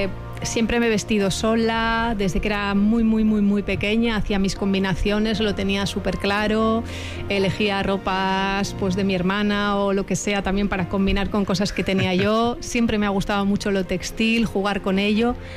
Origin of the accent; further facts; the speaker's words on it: Sopelana, Basque Country, Spain; born there; yo nací en Sopela, que está, nada, aquí pues en realidad a 5 minutitos, porque estamos justo muy cerquita de entre Sopela y Urduliz, aquí en el polígono industrial.